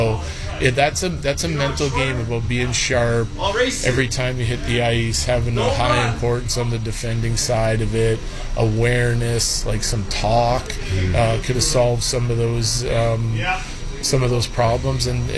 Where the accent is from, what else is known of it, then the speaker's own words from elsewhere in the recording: Saskatchewan, Canada; moved away; We're both from Saskatchewan